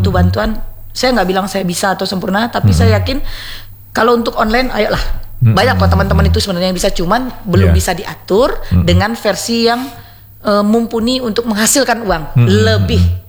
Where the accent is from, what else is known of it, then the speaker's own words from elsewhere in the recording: Padang, West Sumatra, Indonesia; Saya besar dan lahir di Parak Laweh.